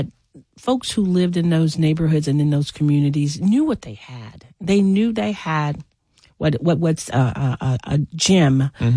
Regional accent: Nashville, Tennessee, United States; I grew up in North Nashville, and us folks in North Nashville thought we were the best.

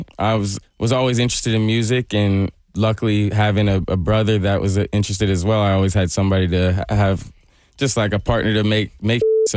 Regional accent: Nashville, Tennessee, United States; moved away as an adult; now in Los Angeles, United States; So I grew up here.

